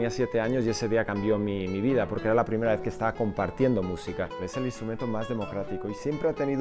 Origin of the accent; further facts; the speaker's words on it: La Rioja, Spain; soy riojano y esta es una jota de La Rioja.